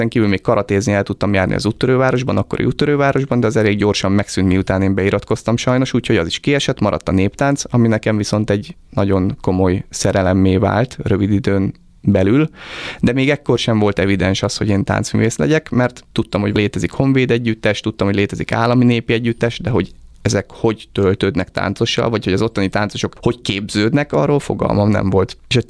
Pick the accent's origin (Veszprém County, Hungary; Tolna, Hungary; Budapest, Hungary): Veszprém County, Hungary; Zánka; csak én Zánkán nőttem föl, ami egy nagyon pozitív dolog az életemben egyébként. Egy nagyon, nagyon gyönyörű gyerekkort köszönhetek Zánkának és a Balatonfelvidéknek, de 83-ban, amikor én születtem